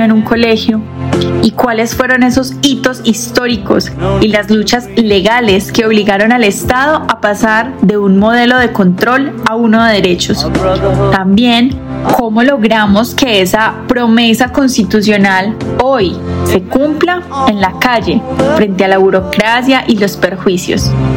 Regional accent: Colombia; solo los colombianos podemos acceder a derechos.

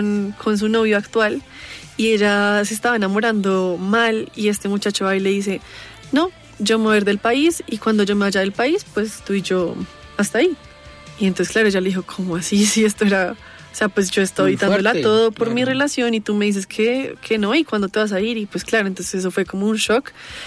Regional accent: Colombia; y pues yo siendo colombiana, siento que como que mi sangre no me permite tampoco restringirme a una sola cosa

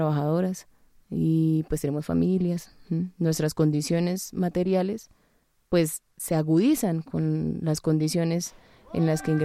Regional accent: Colombia; la realidad que vivimos como sociedad colombiana

